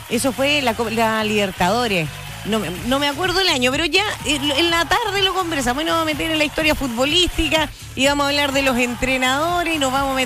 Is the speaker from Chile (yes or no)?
yes; Chile; somos grandes, los chilenos somos grandes